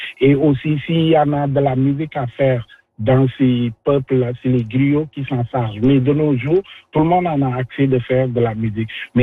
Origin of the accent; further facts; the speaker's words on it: Senegal; moved away as an adult; now in Quebec City, Canada; Moi, personnellement, je viens du Sénégal. Mais j'ai des racines au Mali, en Guinée et en Gambie. J'ai des racines là-bas.